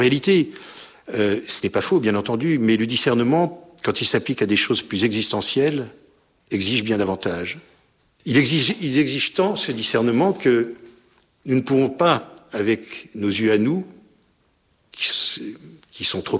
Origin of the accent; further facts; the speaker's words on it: Annecy, Auvergne-Rhône-Alpes, France; moi je viens d'Annecy.